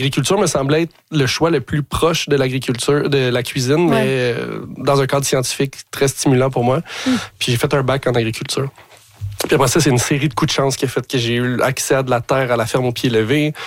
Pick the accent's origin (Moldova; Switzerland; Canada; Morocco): Canada; Montreal, Quebec; je ne suis pas du tout quelqu'un de la campagne. J'ai grandi à Ville-Saint-Laurent, Montréal.